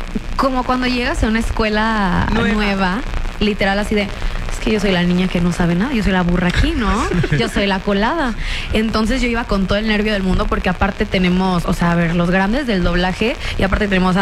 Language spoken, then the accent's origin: Spanish; Reynosa, Tamaulipas, Mexico; also born or lived in Monterrey; todos piensan que soy también de Tamaulipas porque me crié en frontera.